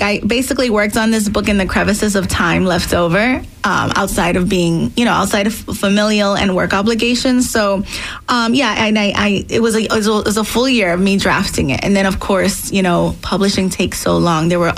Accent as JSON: {"language": "English", "town": "Brooklyn", "region": "New York", "country": "United States", "tie": "born there", "said": "Well, I was born in Brooklyn, New York, in a very Dominican neighborhood in the 90s"}